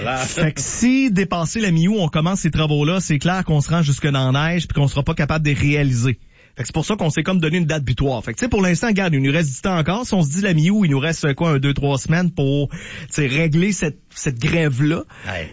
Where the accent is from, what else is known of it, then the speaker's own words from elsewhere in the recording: Quebec City, Quebec, Canada; now in Saguenay-Lac-Saint-Jean, Canada; moi, je viens de Québec, OK?